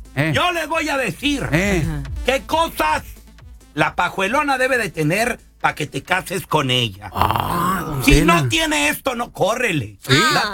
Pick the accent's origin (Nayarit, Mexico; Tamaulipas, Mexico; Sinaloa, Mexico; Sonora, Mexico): Tamaulipas, Mexico; No, cálmese, porque también soy de Tamaulipas.